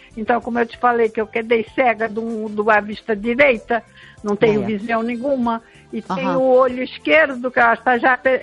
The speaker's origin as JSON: {"language": "Portuguese", "region": "Viseu", "country": "Portugal", "tie": "born there", "said": "Eu lembro, com muita honra. Eu nasci em Viseu."}